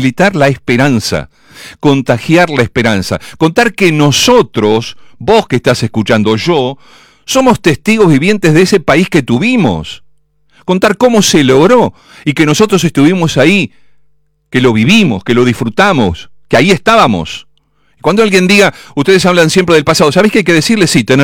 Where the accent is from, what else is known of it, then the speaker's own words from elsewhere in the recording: Argentina; yo soy un argentino más